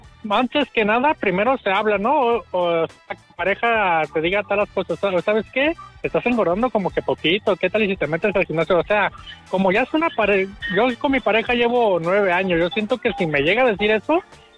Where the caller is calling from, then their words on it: Guadalajara, Jalisco, Mexico; de Guanatos.